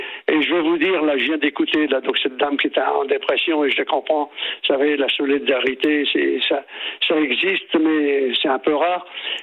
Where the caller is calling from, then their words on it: Pays de la Loire, France; J'habite en Vendée.